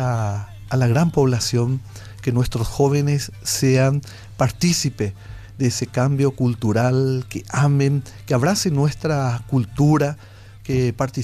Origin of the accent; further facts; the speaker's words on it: Paraguay; nos identifica mucho como paraguayos. Y creo que debe ser así, llevar en alto nuestra cultura, estar orgulloso de nuestro idioma guaraní